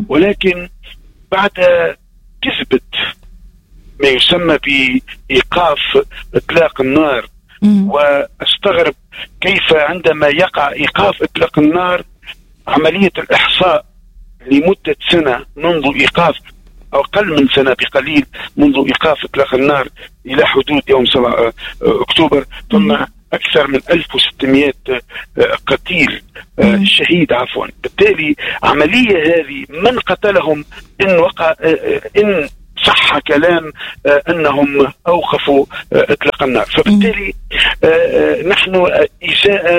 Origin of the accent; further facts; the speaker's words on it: Sfax, Sfax Governorate, Tunisia; born there; مسقط رأسي وهو صفاقس.